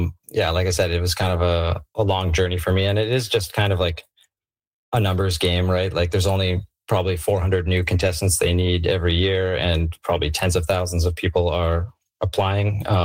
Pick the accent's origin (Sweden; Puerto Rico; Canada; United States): Canada